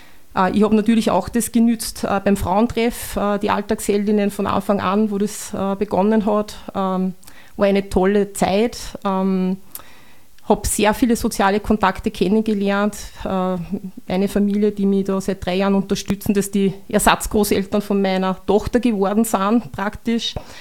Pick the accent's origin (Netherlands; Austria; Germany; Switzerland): Austria; Upper Austria; now in Bad Ischl, Austria; Ich bin jetzt bald 48 Jahre alt. Ich komme ursprünglich nicht aus Bad Ischl, sondern Richtung Linz runter, wohne jetzt seit 3 Jahren da mit meiner Tochter.